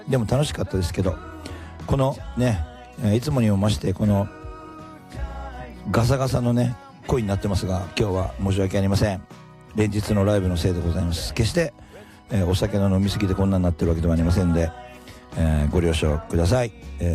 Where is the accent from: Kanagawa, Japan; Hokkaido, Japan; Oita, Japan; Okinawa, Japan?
Hokkaido, Japan; Obihiro; そんな関東地方より故郷のことをですね思っております。帯広の皆さんよろしくお願いします。